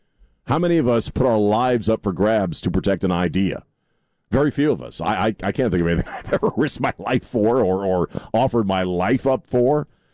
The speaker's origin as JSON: {"language": "English", "town": "Arlington", "region": "Virginia", "country": "United States", "tie": "born or raised there", "said": "I grew up around Arlington and spent a lot of time going there over the, you know, as a kid and on field trips and stuff like that."}